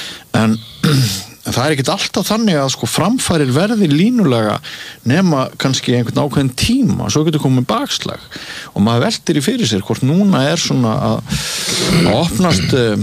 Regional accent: Mývatnssveit, Northeastern Region, Iceland; þegar ég var barn á skólalóðinni í Mývasveit eða bara leik að kvöldi þá voru slagsmál daglegt brauð

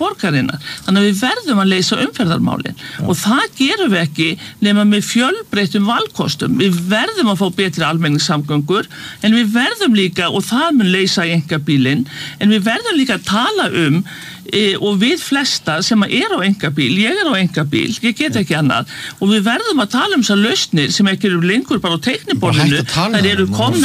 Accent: Reykjavík, Capital Region, Iceland; en ég hef aldrei skilið það sem Breiðhyltingur.

